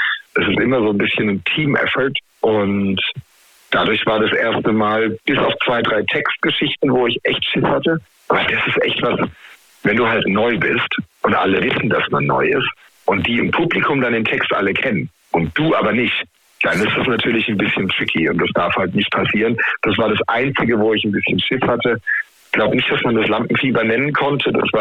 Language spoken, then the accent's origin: German; Heidelberg, Baden-Württemberg, Germany; weil ich natürlich als Heidelberger, Baujahr 85, mit den … aufgewachsen bin. Ne? Also hier im Rhein-Neckar-Delta